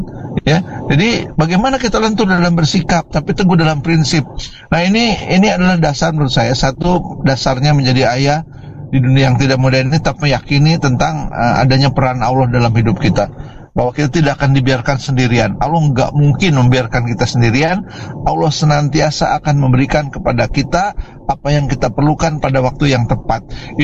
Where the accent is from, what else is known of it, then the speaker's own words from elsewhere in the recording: Padalarang, West Java, Indonesia; beda negara ya, kita mah dari Padalarang, Cimahi.